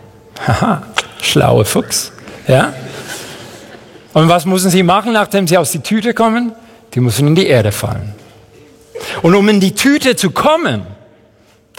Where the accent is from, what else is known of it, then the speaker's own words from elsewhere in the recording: Madrid, Community of Madrid, Spain; German is a second language; also born or lived in Seville / near Chicago; now in Fischbach, Germany; ich bin in Großstadt Madrid aufgewachsen, bin in Sevilla geboren, Madrid aufgewachsen, dann bin ich umgezogen in die Nähe von Chicago und jetzt wohne ich in der nächste große Weltstadt Fischbach. Eigentlich bin ich als City Slicker aufgewachsen, das heißt Stadtmensch auf Englisch.